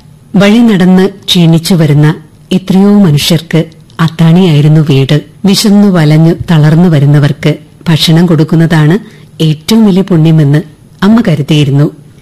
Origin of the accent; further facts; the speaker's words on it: Kanhangad, Kerala, India; കാഞ്ഞങ്ങാട് ചെമ്മട്ടം വയൽ എന്ന സുന്ദര ഗ്രാമത്തിലാണ് ഞാൻ ജനിച്ചു വളർന്നത്.